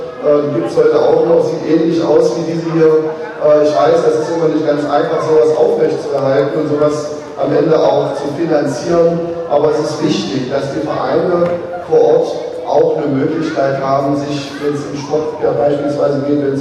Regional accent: Saxony-Anhalt, Germany; Ich sage ja, weil das meine Heimat Sachsen-Anhalt ist.

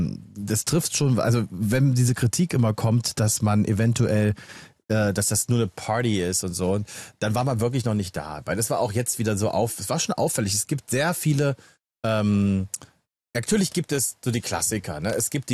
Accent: Berlin, Germany; Ich als Berliner weiß es gar

